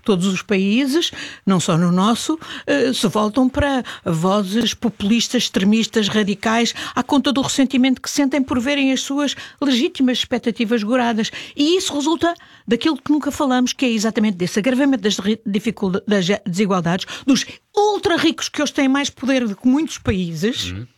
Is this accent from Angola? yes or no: no; Portugal; nós temos qualidades como portugueses e que temos um país lindíssimo